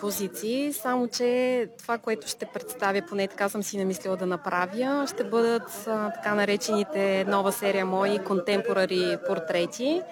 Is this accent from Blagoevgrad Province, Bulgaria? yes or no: no; Sliven, Sliven Province, Bulgaria; now in Sofia, Bulgaria; По принцип живея в София, иначе съм от град Сливен.